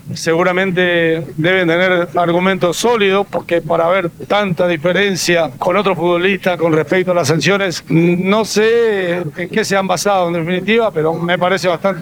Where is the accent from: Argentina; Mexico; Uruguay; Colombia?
Argentina; Reconquista, Santa Fe; moved away as an adult; also born or lived in Peru